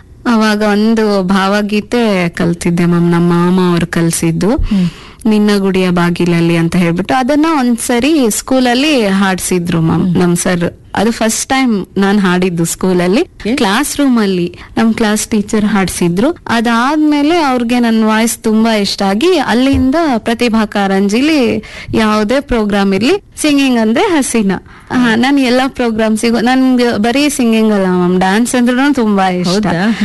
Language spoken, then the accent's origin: Kannada; Karnataka, India; ನಮ್ದು ಕುಣೆ ಮಾದಿ ಹಳ್ಳಿ ಅಂತ, ಕೊಟ್ಟೂರ್ ಹತ್ರ, ಹರಪನಹಳ್ಳಿ ತಾಲೂಕು, ವಿಜಯನಗರ ಡಿಸ್ಟ್ರಿಕ್ಟ್ ನಮ್ದು. ಅಲ್ಲಿ ನಮ್ದೊಂದು ಚಿಕ್ಕ ಗ್ರಾಮ, ಆದ್ರೂ ನಮ್ ಬಾಲ್ಯದ ದಿನಗಳು ತುಂಬಾ ಚೆನ್ನಾಗಿತ್ತು.